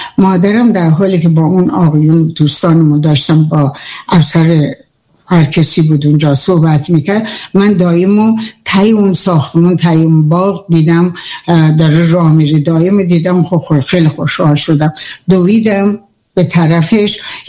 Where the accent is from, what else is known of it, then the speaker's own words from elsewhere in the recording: Lahijan, Gilan, Iran; من تو در سال 1319 در شهر لاهیجان دنیا اومدم.